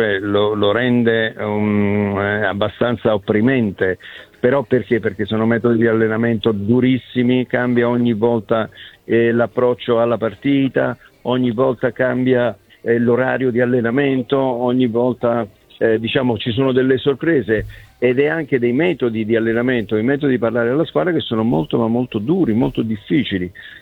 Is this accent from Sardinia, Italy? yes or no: no; Naples, Campania, Italy; se appena scrivo qualche cosa sul Napoli, io napoletano, mi arrivano sempre le critiche.